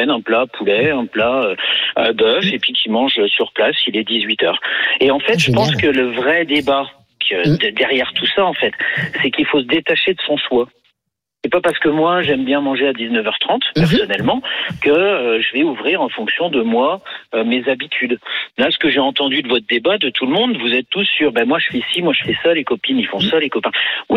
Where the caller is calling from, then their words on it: Reims, Grand Est, France; je suis à Reims sur la voie des Sacres, la grosse artère touristique entre la cathédrale et la basilique